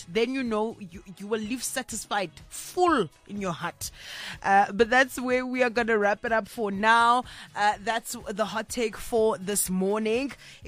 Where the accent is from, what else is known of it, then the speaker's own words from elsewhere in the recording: Kimberley, Northern Cape, South Africa; in my hometown of Kimberley